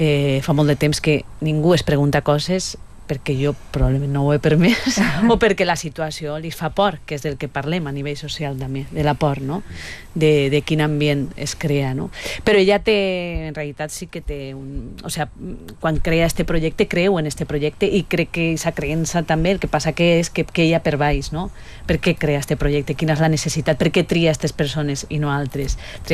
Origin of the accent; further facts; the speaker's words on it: Valencia, Valencian Community, Spain; nosaltres tenim un accent diferent, Pablo és de Castelló, que també té els seus localismes, que jo soc de València capital, tinc uns altres